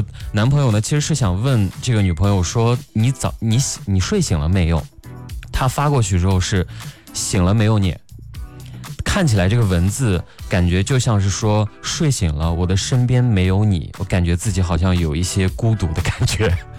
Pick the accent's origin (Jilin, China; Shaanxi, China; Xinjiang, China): Xinjiang, China; 我家是新疆的嘛